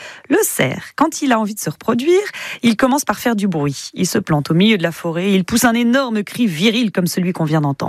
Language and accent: French; Bordeaux, Nouvelle-Aquitaine, France; born there; Ouais, moi, personnellement, je suis bordelais de naissance.